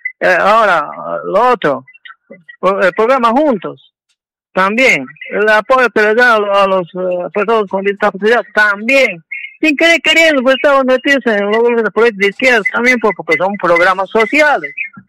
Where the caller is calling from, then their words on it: Peru; nosotros como peruanos, ya tengo bien claro, ya tengo mi edad yo también